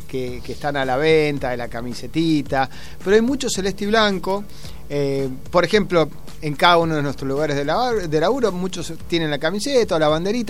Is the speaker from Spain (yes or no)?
no; Argentina